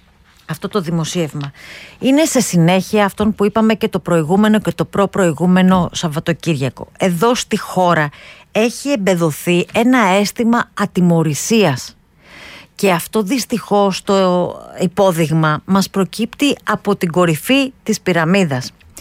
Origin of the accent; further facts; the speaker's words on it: Sparta, Peloponnese, Greece; born there; moved away; also born or lived in Aigaleo; Είμαστε international χωριό στη Μαγούλα Σπάρτη